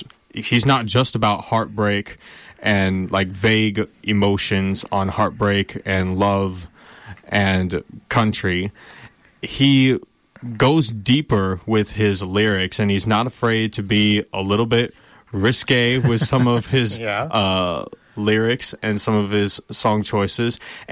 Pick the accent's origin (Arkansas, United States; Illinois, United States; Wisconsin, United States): Arkansas, United States; Paragould; also born or lived in Jonesboro, Arkansas; I was born and raised. I was born in Jonesboro. I was raised in Paragould. I went to school at Greene County Tech and then went to college at Arkansas State University